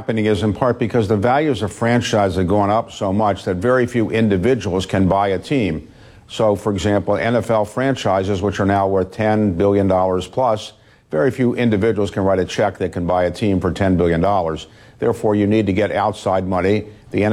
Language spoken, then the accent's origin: English; Baltimore, Maryland, United States; I would give my own story about why I became an owner of the Baltimore Orioles, my hometown baseball team.